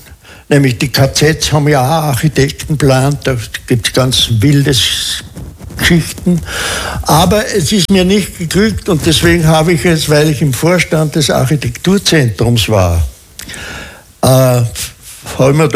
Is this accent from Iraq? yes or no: no; Lower Austria, Austria; born there; bis meine Tante mir gesagt hat, na, du bist da in einem Heim geboren im Wienerwald, im Wienerwald, nicht Heim Wienerwald, im Wienerwald.